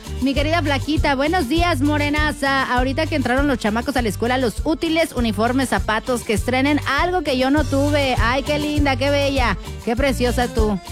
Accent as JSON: {"language": "Spanish", "country": "Mexico", "said": "uno anda ahí a las carreras, como todo mexicano, dejando las cosas pa'l final."}